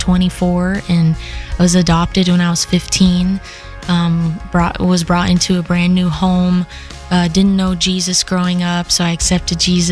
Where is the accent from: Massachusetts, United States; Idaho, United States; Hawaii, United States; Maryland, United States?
Hawaii, United States; moved away; I was born and raised in Hawaii, grew up in a lot of dysfunction and abuse. I was taken by Child Protective Services when I was 7 years old.